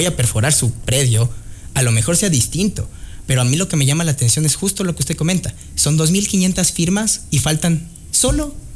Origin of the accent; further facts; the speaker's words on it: Quito, Pichincha, Ecuador; yo soy de Quito